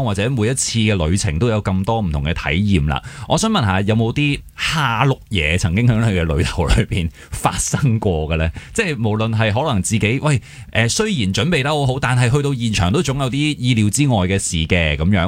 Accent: Hong Kong; 我哋香港人

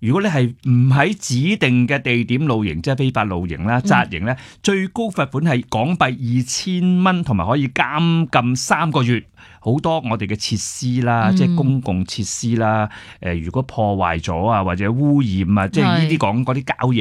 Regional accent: Hong Kong; 无论我香港人我就不用提了

